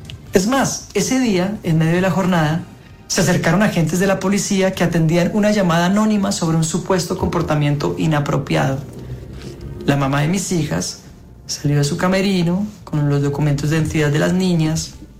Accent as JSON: {"language": "Spanish", "country": "Colombia", "said": "soy actor colombiano."}